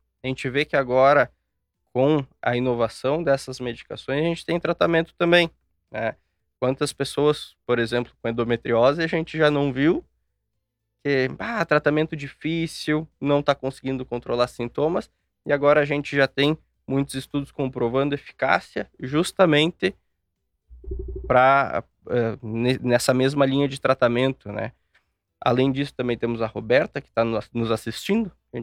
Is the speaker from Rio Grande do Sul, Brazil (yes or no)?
yes; Porto Alegre, Rio Grande do Sul, Brazil; moved away as an adult; now in Nova Prata, Brazil; eu sou nascido e criado em Porto Alegre, né?